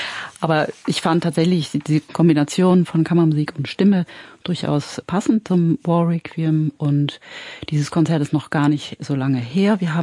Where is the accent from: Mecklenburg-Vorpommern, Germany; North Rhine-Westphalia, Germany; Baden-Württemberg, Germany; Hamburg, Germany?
Hamburg, Germany; also born or lived in Salzburg; now in Saarbrücken, Germany; Ich habe angefangen in Hamburg, das ist meine Heimatstadt. Dann bin ich nach Salzburg gegangen und dann am Ende meines Studiums, zum Aufbaustudium, tatsächlich nach Saarbrücken.